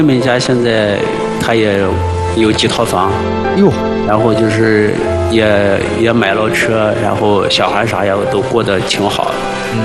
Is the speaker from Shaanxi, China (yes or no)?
yes; Xi'an, Shaanxi, China